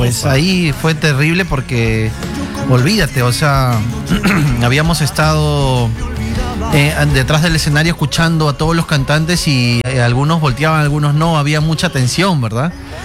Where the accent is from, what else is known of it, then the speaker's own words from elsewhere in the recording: Peru; moved away as an adult; Y mira, ya por fin nuevamente aquí en mi tierra, en mi país.